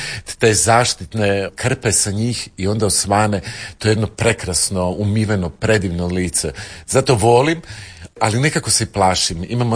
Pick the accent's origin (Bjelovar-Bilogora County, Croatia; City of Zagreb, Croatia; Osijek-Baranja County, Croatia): City of Zagreb, Croatia; Zagreb